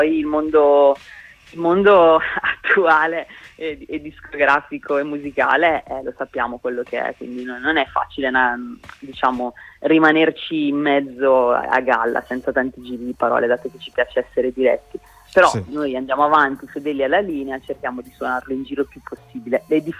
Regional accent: Brescia, Lombardy, Italy; now in Bologna, Italy; Io vengo da Brescia originariamente, ormai vivo a Bologna da tanto tempo, ma Brescia è la mia città d'origine, è una città comunque che è città, ma è anche molto molto provincia

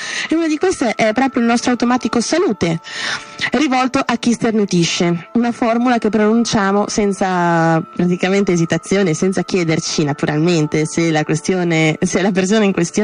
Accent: Bologna, Emilia-Romagna, Italy; almeno a Bologna, essendo io bolognese, sono abituata a dire anche bandessa

